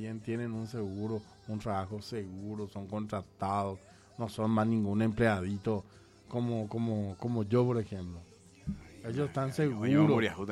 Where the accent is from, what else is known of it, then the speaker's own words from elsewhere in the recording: Paraguay; Así pues de boludos somos nosotros los paraguayos.